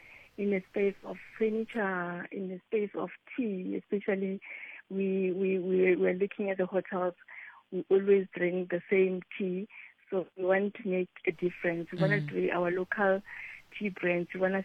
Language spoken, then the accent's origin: English; South Africa; Actually, you want to tell the local story as South African.